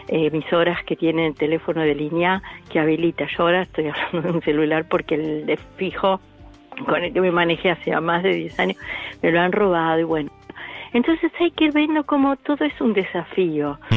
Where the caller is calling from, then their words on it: Buenos Aires, Argentina; Yo estoy acá en la Capi, casi te diría cerca de la radio